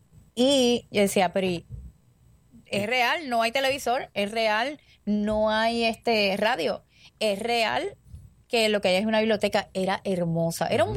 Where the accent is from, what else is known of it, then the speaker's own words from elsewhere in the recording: San Juan, Puerto Rico; Yo soy de San Juan